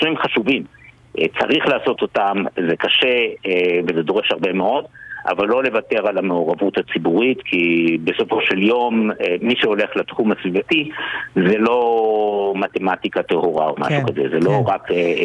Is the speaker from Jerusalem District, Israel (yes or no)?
yes; Jerusalem, Jerusalem District, Israel; אני ירושלמי